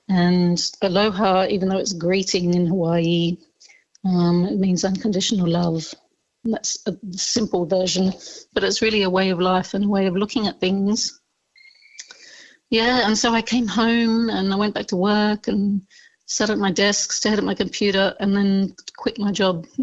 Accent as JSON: {"language": "English", "town": "Melbourne", "region": "Victoria", "country": "Australia", "also_born_or_lived": "Bellingen, New South Wales", "said": "I am from Naarm, Melbourne, living down here now. I was an old Bellingen local when I was just a little thing."}